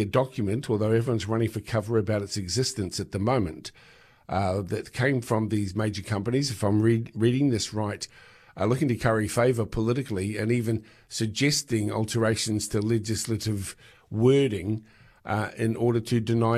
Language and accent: English; Whangaroa, Northland, New Zealand; I am from Whangaroa